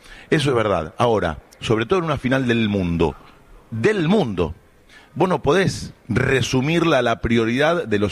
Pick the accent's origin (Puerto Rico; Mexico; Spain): Mexico; No, no le puedo decir, vos no, porque yo soy mexicano.